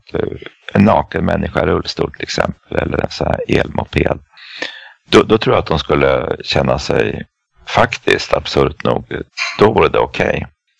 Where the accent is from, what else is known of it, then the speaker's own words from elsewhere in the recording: Eskilstuna, Södermanland, Sweden; Jag kan bara ta min hemstad, gamla hemstad Eskilstuna.